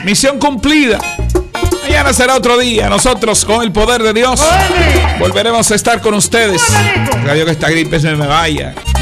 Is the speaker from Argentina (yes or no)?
no; Isabela, Puerto Rico; que vaya bien para mi tierra, a Isabela histórica.